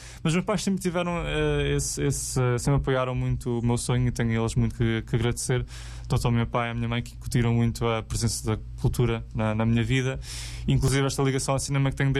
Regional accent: Aveiro, Centro, Portugal; also born or lived in Lisbon / United Kingdom; Eu sou cá de Aveiro.

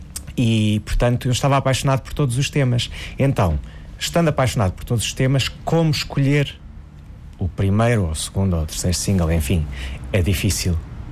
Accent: Sines, Alentejo, Portugal; now in Lisbon, Portugal; eu nasci em Lisboa, mas cresci em Sines, é de lá que estão todas as minhas raízes, a minha família toda ainda vive lá

